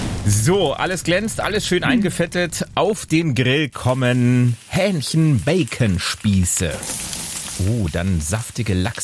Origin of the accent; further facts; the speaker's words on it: Thuringia, Germany; Dann bin ich ja Thüringer.